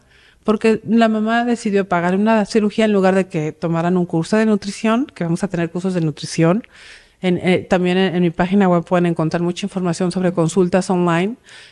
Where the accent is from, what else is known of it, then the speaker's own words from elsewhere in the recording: Mexico; me gusta ser mexicana, soy mexicana, americana, pero amo mi raza, mi gente, mi pueblo